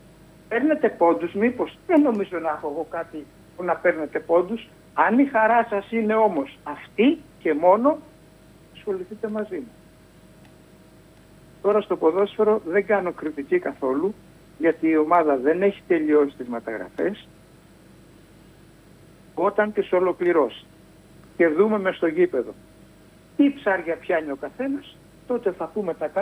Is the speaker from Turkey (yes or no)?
no; Greece; Γιατί είμαι Έλληνας.